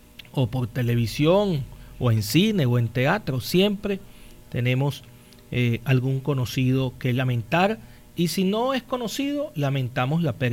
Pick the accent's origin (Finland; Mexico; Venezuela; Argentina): Venezuela